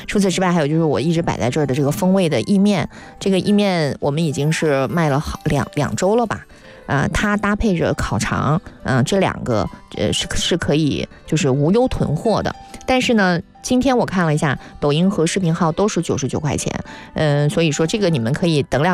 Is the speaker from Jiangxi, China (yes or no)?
no; Gansu, China; 因为我本身是甘肃人嘛